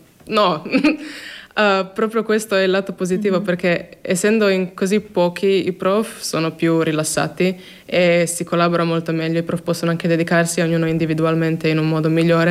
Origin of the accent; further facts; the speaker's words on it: Croatia; io sono dalla Croazia quindi posso anche andare in Croazia oppure anche in Slovenia, capisco le lingue